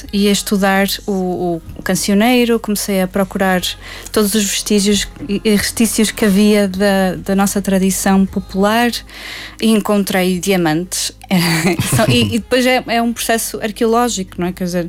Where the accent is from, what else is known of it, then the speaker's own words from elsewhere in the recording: Trás-os-Montes, Portugal; E eu, como cresci em Trás-os-Montes, apesar de que a minha história como artista sempre foi muito devota à minha raiz